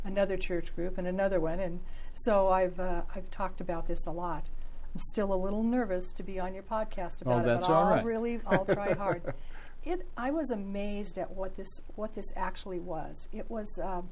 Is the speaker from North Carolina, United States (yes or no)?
no; Walsenburg, Colorado, United States; moved away as an adult; now in Pueblo, United States; I'm originally from Walsenburg